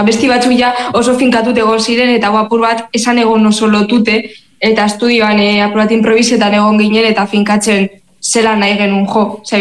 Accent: Guernica, Basque Country, Spain; Pues Gernikarra gara, dizuek, garai baten detxo lokal bardinen egoten ginen

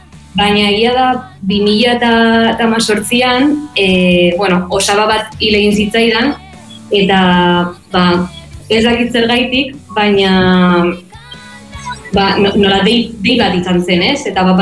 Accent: Vitoria-Gasteiz, Basque Country, Spain; moved away as an adult; now in Barcelona, Spain; Bai, Gasteiztarra naiz, baina duela mala urte etorri nintzen Bartzelonara ikastera, eta momentu zemendik nabil, baina bueno, nik beti esaten dut Gasteiztarra naizela eta euskalduna naizela

